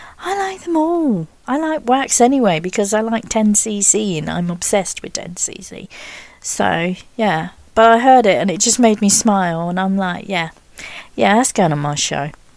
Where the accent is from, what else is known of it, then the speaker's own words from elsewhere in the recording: England, United Kingdom; I'm English.